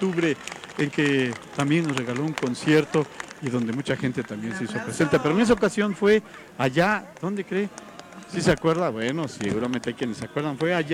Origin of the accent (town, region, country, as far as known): Oaxaca, Mexico